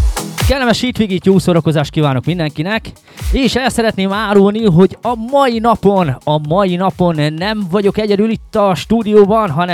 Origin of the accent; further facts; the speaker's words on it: Békés, Hungary; hogy én nem szabolcsi vagyok, hanem Békés megyei